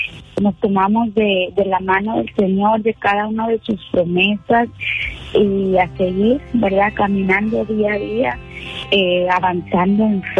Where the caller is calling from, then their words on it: Nueva Rosita, Coahuila, Mexico; soy una fiel escucha de Exclusión, soy de Nueva Rosita, Coahuila, México.